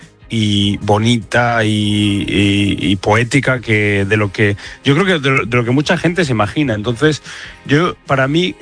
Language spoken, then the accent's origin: Spanish; Spain; Como españoles, yo creo que, y como habitantes del mundo